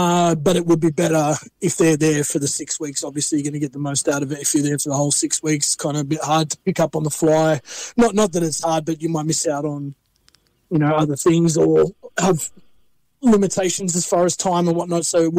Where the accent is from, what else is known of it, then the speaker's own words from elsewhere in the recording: Penrith, New South Wales, Australia; Grew up in Western Sydney, born and raised in Penrith. Got a bit of a mixed background.